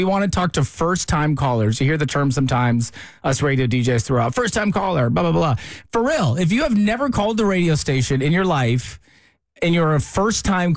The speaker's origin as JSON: {"language": "English", "town": "San Jose", "region": "California", "country": "United States", "tie": "born or raised there", "moved": "yes", "lives_now": "Atlanta, United States", "said": "I grew up in San Jose in the Bay Area"}